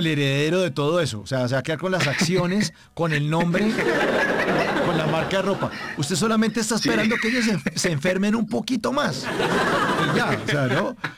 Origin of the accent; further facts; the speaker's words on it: Bogotá, Bogotá Capital District, Colombia; a pesar de ser de Bogotá